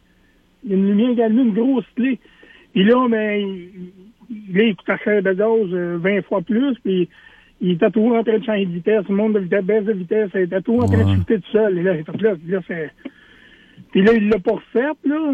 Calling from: Shawinigan, Quebec, Canada; Oui, je vous appelle de Shawinigan.

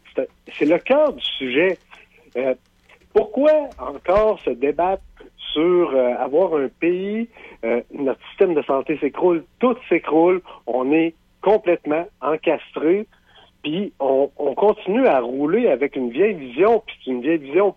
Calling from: Quebec City, Quebec, Canada; Moi, je suis à Beauport.

